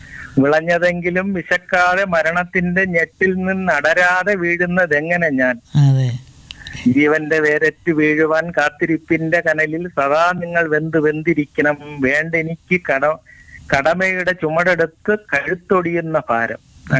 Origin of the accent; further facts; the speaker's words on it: Vellanad, Kerala, India; ഞാൻ ഇവിടെ കരുണാസായിര് അടുത്ത് തന്നെ സാർ, വെള്ളനാട് തന്നെ.